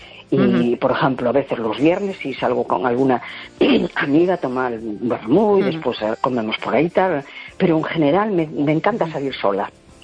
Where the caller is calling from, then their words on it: A Coruña, Galicia, Spain; Hola, buenas noches … de La Coruña.